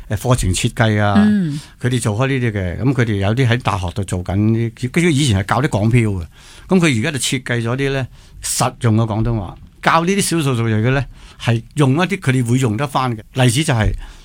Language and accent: Cantonese; Hong Kong; 我哋香港人咧，因为我哋香港其实唔学拼音嘅。